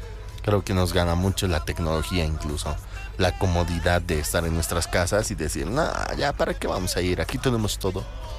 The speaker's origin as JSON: {"language": "Spanish", "region": "La Paz", "country": "Bolivia", "said": "Yo no, soy boliviano y paseño."}